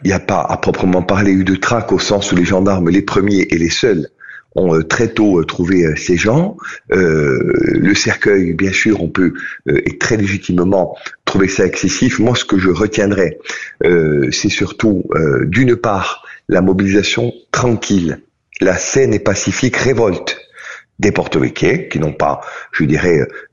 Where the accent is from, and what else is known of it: Corsica, France